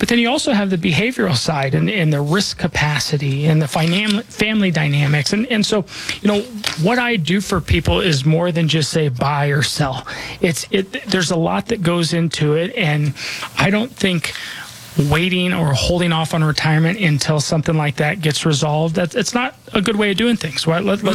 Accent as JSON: {"language": "English", "town": "Denver", "region": "Colorado", "country": "United States", "tie": "born or raised there", "said": "I was born and raised here in Denver. I'm not just licensed here. This is where I call home. This is where I'm raising my family."}